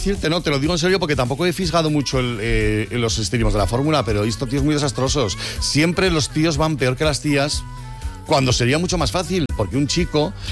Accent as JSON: {"language": "Spanish", "town": "Madrid", "region": "Community of Madrid", "country": "Spain", "said": "yo soy madrileño, pero soy de madre aragonesa."}